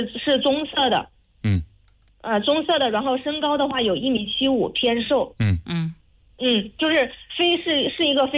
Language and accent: Chinese; Xiaogan, Hubei, China; 我们老家是湖北孝感孝昌的